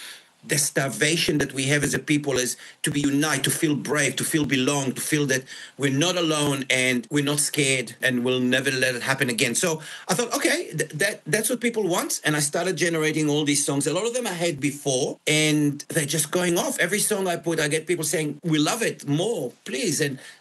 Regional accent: Yad Mordechai, Southern District, Israel; English is a second language; I remembered something when I was growing up in Kibbutz Yad Mordechai.

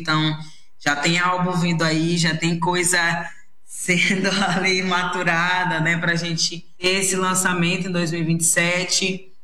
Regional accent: Maranhão, Brazil; eu vindo de uma região de onde eu venho, do meu território, eu venho do Maranhão

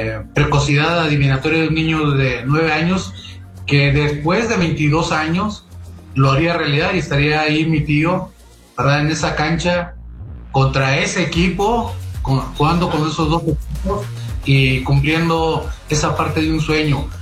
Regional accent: Saltillo, Coahuila, Mexico; Aunque tenía 9 años, y la primera vez que salí de Saltillo y fui a un estadio allá en Monterrey

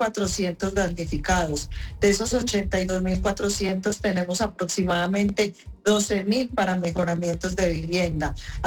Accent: Pereira, Risaralda, Colombia; esto ha sido bien difícil para la ciudad de Pereira, pero como somos los pereiranos

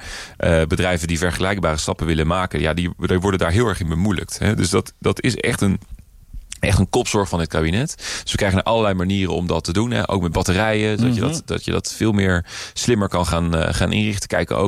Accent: Rotterdam, South Holland, Netherlands; Wij komen uit Rotterdam.

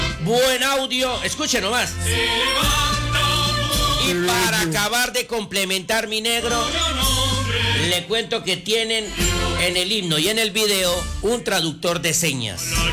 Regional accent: Colombia; aquí están las canciones lindas de mi tierra, de mi patria, de mi Colombia.

